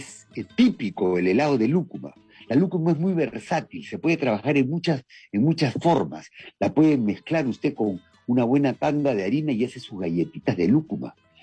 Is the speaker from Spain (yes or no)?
no; Peru; Somos peruanos al comer ranfañote